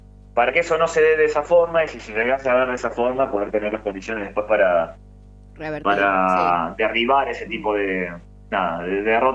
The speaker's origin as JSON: {"language": "Spanish", "country": "Argentina", "said": "somos todos argentinos"}